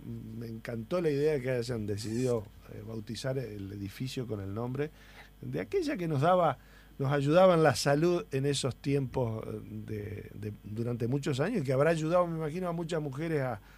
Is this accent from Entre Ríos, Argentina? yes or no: yes; Sauce Pinto, Entre Ríos, Argentina; moved away; El sábado anduve por mi pueblo, por Sauce Pinto